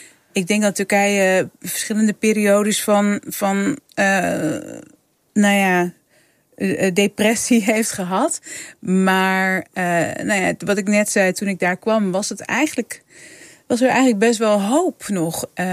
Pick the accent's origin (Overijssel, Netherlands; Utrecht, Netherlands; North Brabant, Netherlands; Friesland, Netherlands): Friesland, Netherlands; Leeuwarden; born or raised there